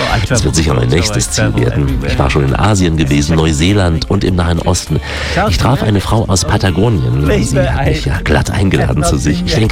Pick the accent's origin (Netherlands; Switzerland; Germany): Netherlands; German is a second language; ich komme aus Niederlanden und ich fahre mit meinem Fahrrad hier.